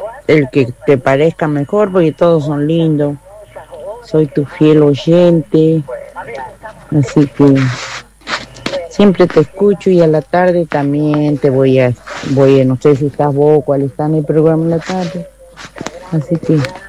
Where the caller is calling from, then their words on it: Gancedo, Chaco, Argentina; de Gancero